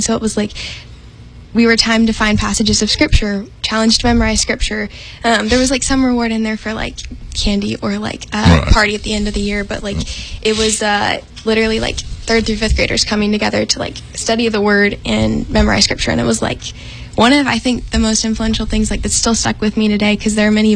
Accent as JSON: {"language": "English", "town": "Augusta", "region": "Georgia", "country": "United States", "tie": "born or raised there", "said": "But I've been born and raised in Augusta, lived here my whole life, loved the area."}